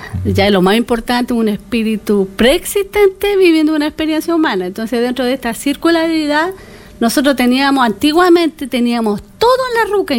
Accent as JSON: {"language": "Spanish", "town": "Villarrica", "region": "Araucanía", "country": "Chile", "tie": "born or raised there", "also_born_or_lived": "Santiago", "moved": "yes", "lives_now": "Valparaíso, Chile", "said": "Soy originaria de Camino de Villarrica, donde allá hay 14 comunidades. Allá está mi mamá, allá nací, me crié entre medio de las comunidades, con las costumbres de las comunidades, con machi."}